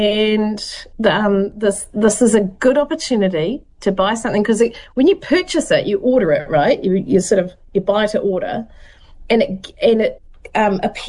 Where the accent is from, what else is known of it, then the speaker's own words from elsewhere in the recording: Southland, New Zealand; And you're right, I am from Southland, and I've lost my accent over the years, but when I go back to Southland, it comes back.